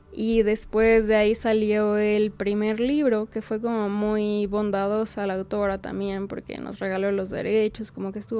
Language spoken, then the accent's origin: Spanish; Guadalajara, Jalisco, Mexico; Soy de Guadalajara, me mudé acá hace un rato